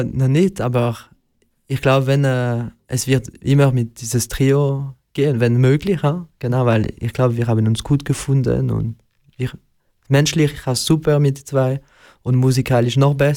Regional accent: Sicily, Italy; ich bin ja Italiener und war auch aus Sizilien.

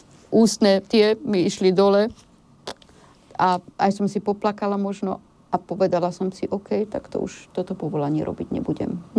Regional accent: Komárno, Nitra Region, Slovakia; Keď som sa narodila v Komárne, vyrastala som vo veľmi šťastnej rodine, veľmi komplexnej rodine.

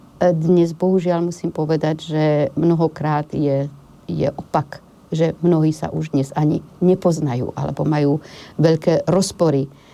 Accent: Komárno, Nitra Region, Slovakia; Keď som sa narodila v Komárne, vyrastala som vo veľmi šťastnej rodine, veľmi komplexnej rodine.

